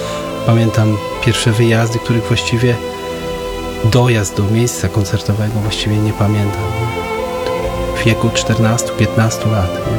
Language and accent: Polish; Szczecin, West Pomeranian Voivodeship, Poland; jestem ze Szczecina